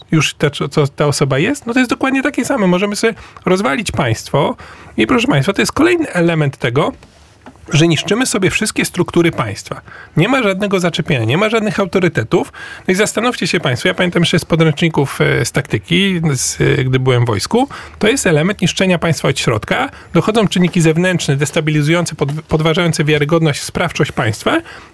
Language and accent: Polish; Orneta, Warmian-Masurian Voivodeship, Poland; ja pochodzę z Ornety